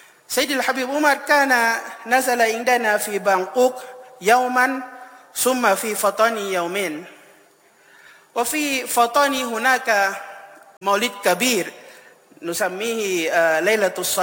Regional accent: Thailand; بلادنا تايلاند

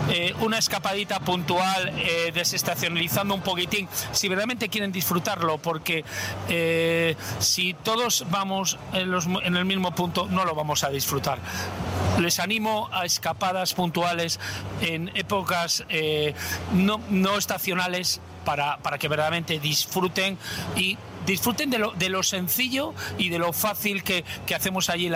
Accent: Liencres, Cantabria, Spain; soy de Liencres, el Global Geoside, digamos, el corazón de toda la Costa Quebrada, recientemente la UNESCO nos ha dado el sello de Geoparque

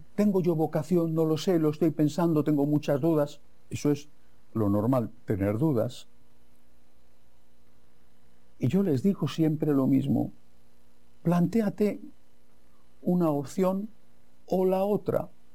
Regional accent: Madrid, Community of Madrid, Spain; moved away; San Isidro Labrador, el santo patrono de mi ciudad natal, de Madrid, un día de fiesta para todos los madrileños, aunque, como es mi caso, estemos lejos.

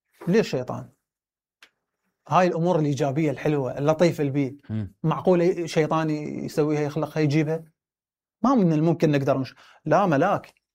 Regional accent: Kirkuk, Kirkuk Governorate, Iraq; كل شعراء كركوك، كل شعراء مدينتي

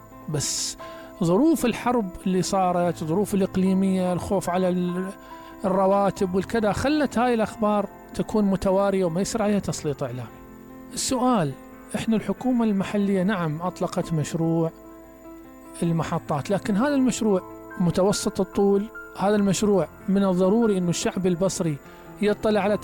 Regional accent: Basra, Basra Governorate, Iraq

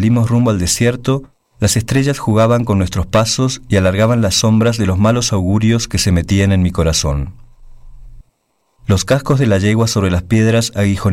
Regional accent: Argentina; now in Mexico

